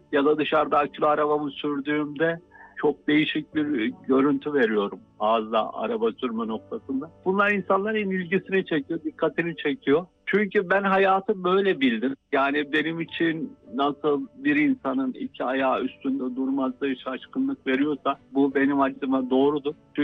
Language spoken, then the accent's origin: Turkish; Ankara, Turkey; born there; 1972 Ankara doğumluyum.